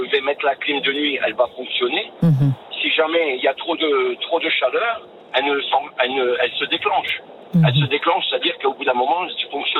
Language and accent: French; Dunkirk, Hauts-de-France, France; Je suis de Dunkerque, je suis chauffeur routier